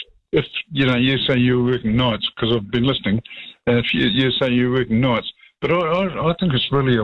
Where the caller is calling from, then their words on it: Kerikeri, Northland, New Zealand; I live in Kerikeri